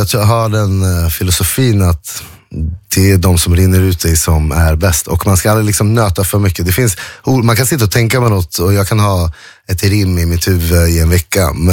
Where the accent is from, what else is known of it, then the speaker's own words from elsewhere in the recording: Uppsala, Uppsala County, Sweden; now in Stockholm, Sweden; Uppsala, där jag kommer ifrån. Om hur det är att lämna sin stad. Och nu var det länge sedan jag flyttade till Stockholm till exempel.